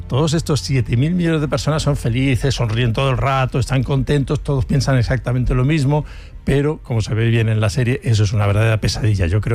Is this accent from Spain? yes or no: yes; Barcelona, Catalonia, Spain; born there; vengo de una familia, yo nací en Barcelona, mi madre era charnega